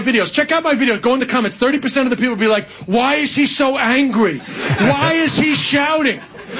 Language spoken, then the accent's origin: English; New York City, New York, United States; I'm just from Queens. This is the way that we talk. I'm not angry. It's just the way I was raised, man. You know, I had an immigrant father. You know, my mother was from Queens.